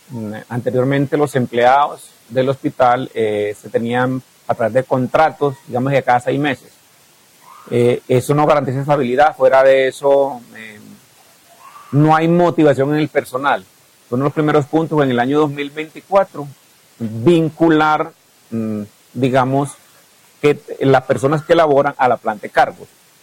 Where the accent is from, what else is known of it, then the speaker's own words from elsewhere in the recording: Córdoba, Colombia; moved away as an adult; now in Angostura, Colombia; Soy de San Fernando del Viento, Córdoba. Soy egresado de la Universidad de Antioquia, bacteriólogo y laboratorista clínico.